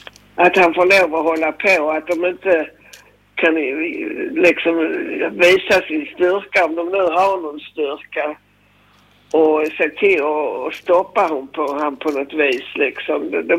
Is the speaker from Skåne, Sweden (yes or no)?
yes; Skåne, Sweden; accent: Scanian; Nej, vi är svenskar. Men med skånsk dialekt.